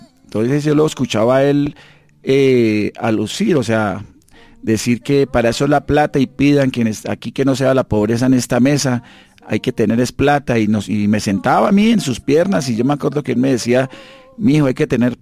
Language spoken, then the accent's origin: Spanish; Villavicencio, Meta, Colombia; soy de Villavicencio, nacido y criado en Villavicencio toda mi vida. Vengo de una familia, pues, de clase media, ¿no?